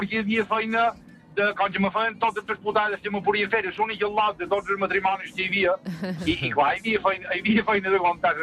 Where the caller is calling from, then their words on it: Ses Salines, Balearic Islands, Spain; de Ses Salines.